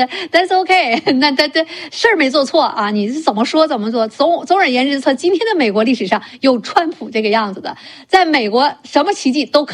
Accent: China; now in United States; 有些我们中国人看到有权有位置的人哈

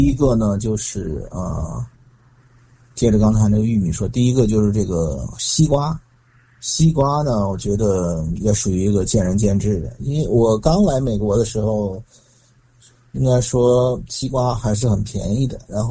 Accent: Tianjin, China; now in United States; 作为一个天津人呢，就是说我们有句俗语叫做，就是个萝卜就肉茶，气的大夫满街爬

